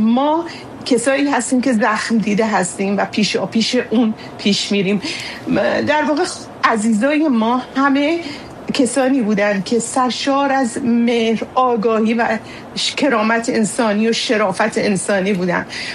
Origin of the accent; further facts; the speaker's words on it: Iran; born there; moved away; در کشوری که زادگاهمون بود، در کشوری که دوستش میداشتیم